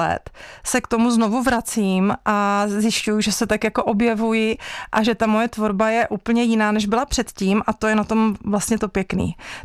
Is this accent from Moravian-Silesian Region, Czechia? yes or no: no; South Moravian Region, Czechia; moved away; Já pocházím z Jižní Moravy.